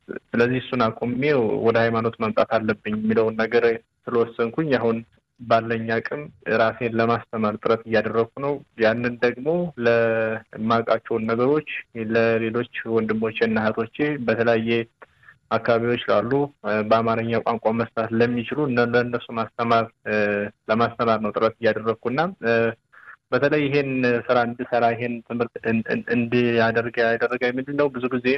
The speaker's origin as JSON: {"language": "Amharic", "region": "Shewa", "country": "Ethiopia", "tie": "born there", "lives_now": "Addis Ababa, Ethiopia", "said": "የተወለድኩት ወደ ሸዋ አካባቢ ክፍለ ሀገር ላይ ነው እና እዛ የተወሰነ ጊዜ እዛ ኖር ያለው። ከዛ ወደዚህ ሙቭ አድርገን እዚህ አዲስ አበባ ከመጣን በኋላ እዚህ አዲስ አበባ ላይ ነው እየኖርኩ ያለሁት።"}